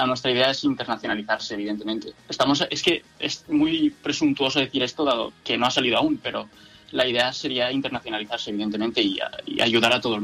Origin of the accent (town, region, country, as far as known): Alcoy, Valencian Community, Spain; now in Valencia, Spain